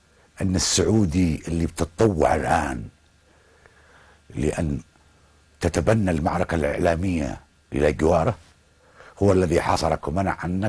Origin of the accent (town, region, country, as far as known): Yemen